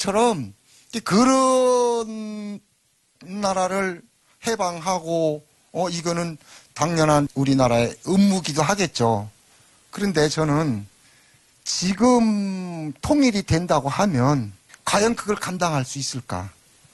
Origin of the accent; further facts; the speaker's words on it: North Korea; now in South Korea; 저는 그게 탈북자로서 제일 가슴이 아픕니다.